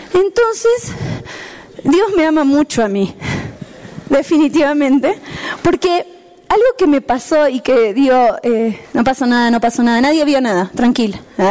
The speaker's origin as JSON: {"language": "Spanish", "region": "La Paz", "country": "Bolivia", "tie": "born there"}